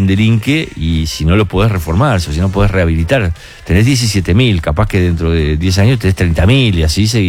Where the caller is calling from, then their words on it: Caballito, Buenos Aires, Argentina; de Caballito